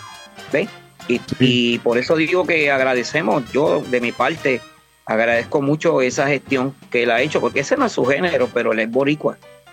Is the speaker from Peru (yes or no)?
yes; Peru; un visual bien chévere para mi pueblo de Perú, mano.